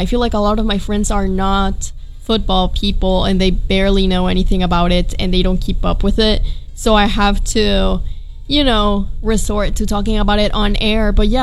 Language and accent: English; Mexico; moved away; I grew up in Mexico and everybody knows about football.